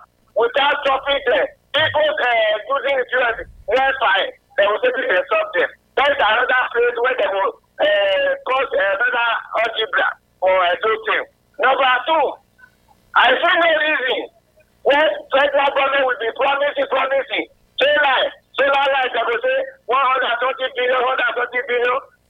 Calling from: Koko, Delta, Nigeria; Yeah, I'm calling from Cocoa Delta State.

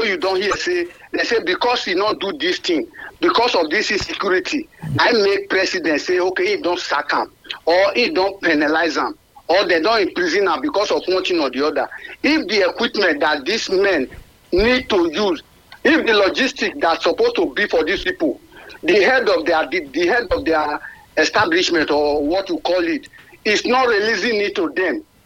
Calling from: Urora, Edo, Nigeria; I'm calling from Urora.

